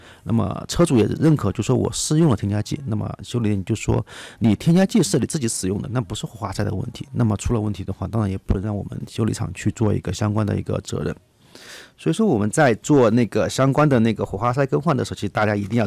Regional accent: Chongqing, China; 我来自重庆

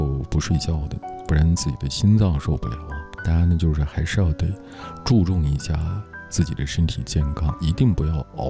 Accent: Kunming, Yunnan, China; 因为主播就在昆明，是不是？而且是一个土生土长的昆明人啊。

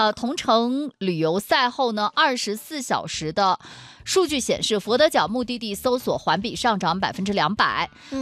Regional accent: Kunming, Yunnan, China

